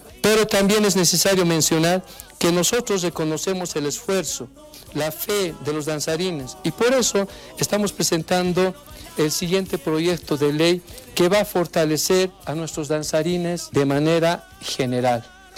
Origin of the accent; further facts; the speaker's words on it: Oruro, Bolivia; Los orureños somos los legítimos dueños del carnaval.